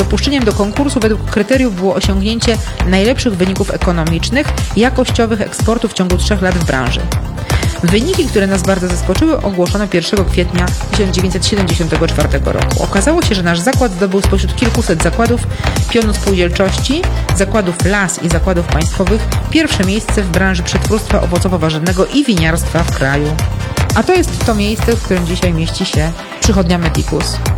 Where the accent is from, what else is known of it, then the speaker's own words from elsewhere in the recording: Szczecin, West Pomeranian Voivodeship, Poland; born there; jako że jestem urodzoną Szczecinianką, to większość wakacji spędzaliśmy w Mrzeżynie, bo to z perspektywy Szczecina blisko.